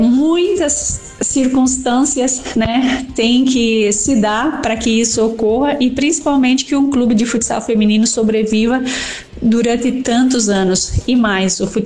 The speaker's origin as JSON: {"language": "Portuguese", "town": "Chapecó", "region": "Santa Catarina", "country": "Brazil", "tie": "born or raised there", "moved": "as an adult", "said": "essa volta para Chapecó, com a volta para minha terra"}